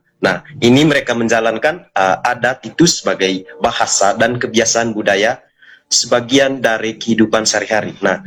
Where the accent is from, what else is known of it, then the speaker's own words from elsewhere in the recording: Ruteng, East Nusa Tenggara, Indonesia; Saya dari Manggarai, tempatnya di Ruteng.